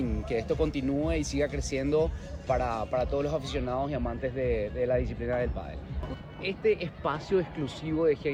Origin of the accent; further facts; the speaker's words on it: Paraguay; hospitalidad que reciben aquí en Paraguay, y ustedes saben, es una de nuestras mejores características como paraguayos.